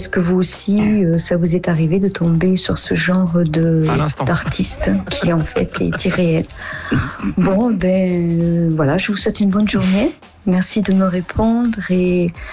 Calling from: Saint-Gilles-Croix-de-Vie, Pays de la Loire, France; de Saint-Gilles-Croix-de-Vie.

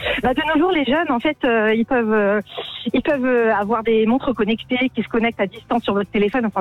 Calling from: Grand Est, France; J'habite en Alsace.

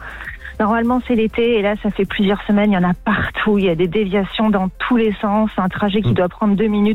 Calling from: Basse-Goulaine, Pays de la Loire, France; Moi, j'habite à Basse-Goulaine, dans le vignoble nantais, donc un peu côté rural.

